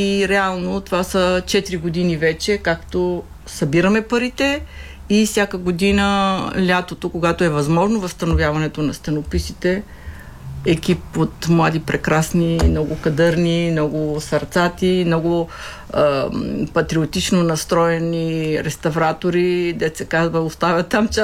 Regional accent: Varshets, Montana Province, Bulgaria; born there; moved away; аз това разказвам, че съм родена от Вършечко

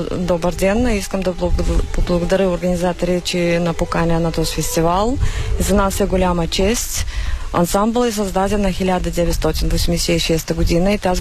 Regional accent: Taraclia, Taraclia District, Moldova; accent: Bessarabian Bulgarian dialect of Taraclia; Аз съм от Таракли друг диалект.

